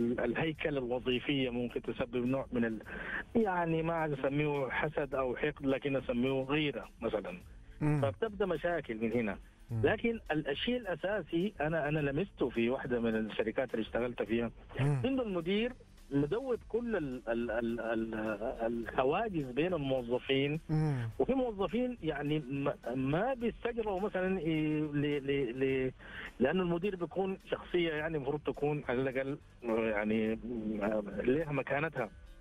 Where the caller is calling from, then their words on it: Riyadh, Riyadh Province, Saudi Arabia; من الرياض.